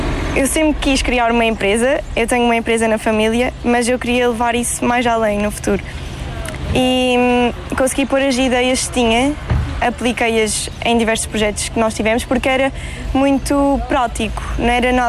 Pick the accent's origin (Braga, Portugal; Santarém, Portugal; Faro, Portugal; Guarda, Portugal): Faro, Portugal; Albufeira; tenho 21 anos e sou de Albufeira.